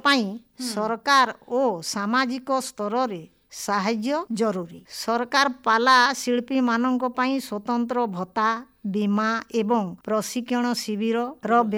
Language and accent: Odia; Odisha, India; ମୁଁ ନୂତନ ପିଢ଼ିର ଝିଅମାନଙ୍କୁ କହିବି ଯେ ପାଲା ହେଉଛି ଆମ ଓଡ଼ିଆ ଜାତିର ଅସ୍ମିତା, ଏହାକୁ ଆପଣେଇବା ଗର୍ବର ବିଷୟ।